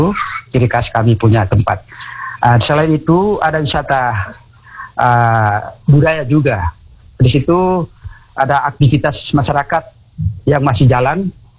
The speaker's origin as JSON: {"language": "Indonesian", "region": "East Nusa Tenggara", "country": "Indonesia", "tie": "born there", "also_born_or_lived": "Maumere", "moved": "as an adult", "said": "saya sudah bermimpi bahwa saya bisa pulang kampung untuk bangun salah satu usaha di desa."}